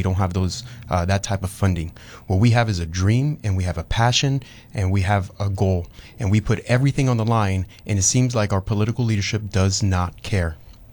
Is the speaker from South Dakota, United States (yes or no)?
no; Miami, Florida, United States; And luckily, I've been here. I was born in Miami. I've been educated here, so I know the system.